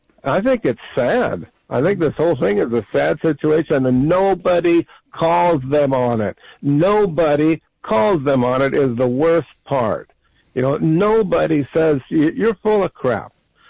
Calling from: Salinas, California, United States

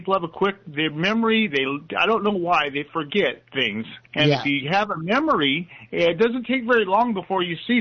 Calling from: Salinas, California, United States; Salinas, and I was calling.

